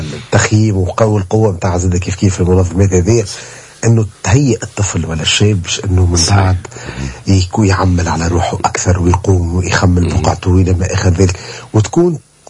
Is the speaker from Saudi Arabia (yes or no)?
no; Tunisia